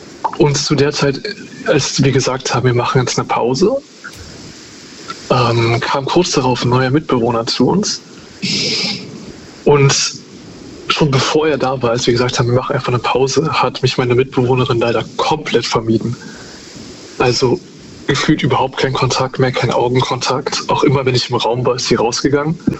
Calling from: Cologne, North Rhine-Westphalia, Germany; ich komme aus Köln.

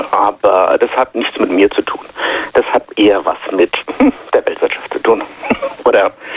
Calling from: Baden-Württemberg, Germany; Mehr so in die Richtung Schweiz.

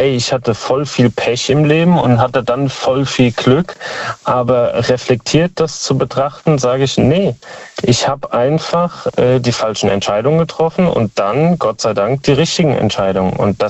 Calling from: Speyer, Rhineland-Palatinate, Germany; Aus Speyer.

